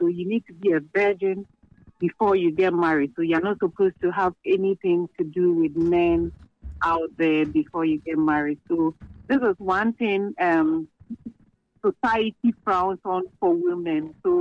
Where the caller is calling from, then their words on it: Ashoman Estate, Greater Accra, Ghana; I'm calling from Ashoman Estate.